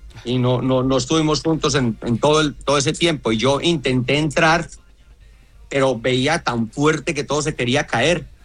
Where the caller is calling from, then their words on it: Pereira, Risaralda, Colombia; como colombianos que somos, que nos caracteriza la unión.